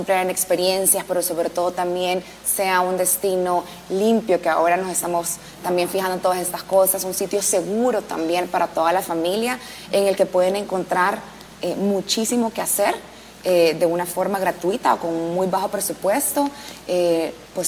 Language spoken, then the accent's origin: Spanish; El Salvador